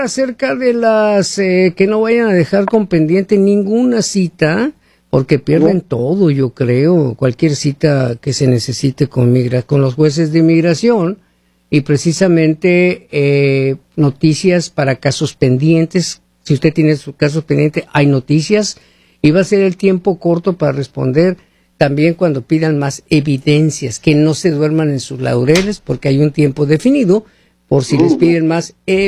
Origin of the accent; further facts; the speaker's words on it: Sonora, Mexico; Tú eres de Chihuahua, yo soy de Sonora, es la misma, así hablamos.